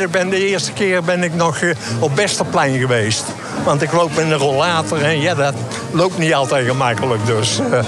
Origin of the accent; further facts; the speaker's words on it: Tilburg, North Brabant, Netherlands; Ja, ik ben een echte Tilburger